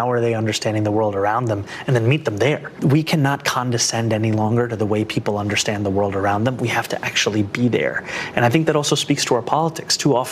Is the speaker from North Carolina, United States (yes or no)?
no; New York City, New York, United States; we are both from New York City, and we share a love of this city